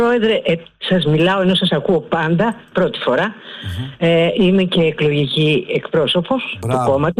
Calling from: Athens, Attica, Greece; Μένω στο Βύρονα.

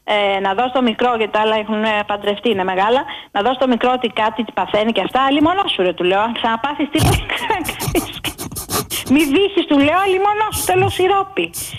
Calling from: Athens, Attica, Greece; από Κυψέλη.

